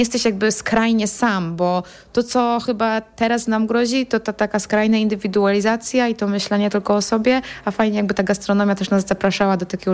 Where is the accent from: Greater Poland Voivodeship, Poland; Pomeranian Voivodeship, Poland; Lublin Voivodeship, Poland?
Greater Poland Voivodeship, Poland; Leszno; moved away; Ja jestem z Leszna